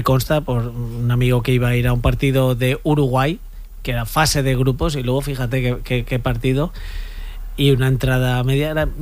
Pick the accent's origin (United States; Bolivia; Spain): Spain; somos nosotros, somos los españoles.